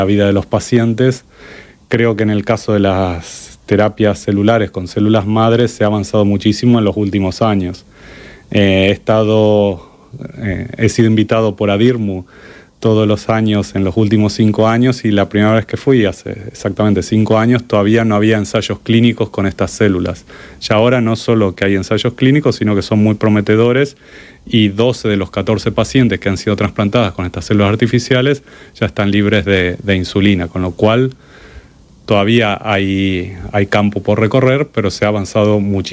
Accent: Argentina; also born or lived in Spain; yo soy argentino, en Argentina como en España, donde hice mi doctorado, en la Autónoma de Madrid

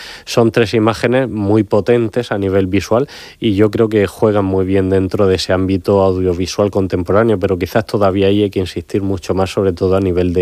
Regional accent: Region of Murcia, Spain; Y nuestra obligación como murcianos, pero también, lógicamente, que en la dirección del Museo Salcillo, es que esa imagen se conozca, se divulgue

